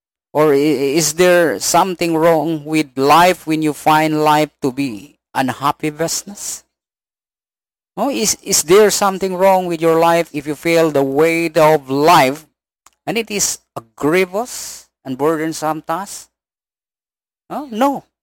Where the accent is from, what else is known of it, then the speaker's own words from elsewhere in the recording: Mindanao, Philippines; where I grew up here in Mindanao